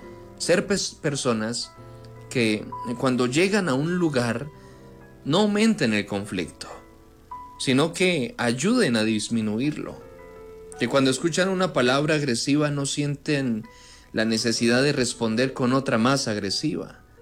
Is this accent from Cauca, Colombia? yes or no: yes; Cauca, Colombia; Como caucanos, conocemos de cerca lo que significa vivir en medio de tensiones, de conflictos y de heridas que no terminan de sanar.